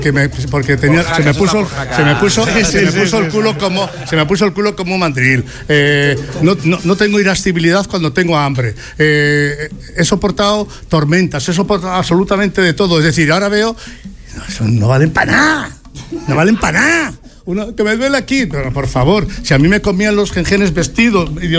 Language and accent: Spanish; Spain; ¿me vas a decir a mí que yo no soy español? Yo soy más español que el porón pompero.